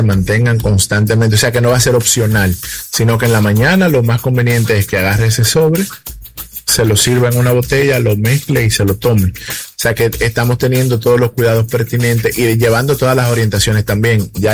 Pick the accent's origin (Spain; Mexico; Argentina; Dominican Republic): Dominican Republic; now in El Salvador; creo que mucha gente ya sabe que yo soy dominicano